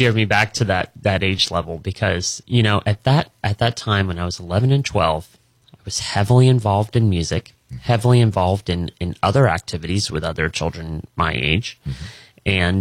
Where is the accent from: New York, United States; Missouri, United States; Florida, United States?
Florida, United States; Tampa; born and raised in Tampa Bay, Florida, and I had a remarkable childhood.